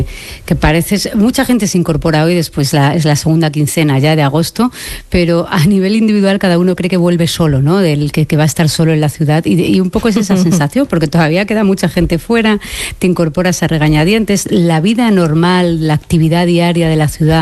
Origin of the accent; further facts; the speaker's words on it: Madrid, Community of Madrid, Spain; los que somos de Madrid solo pensamos en clave madrileña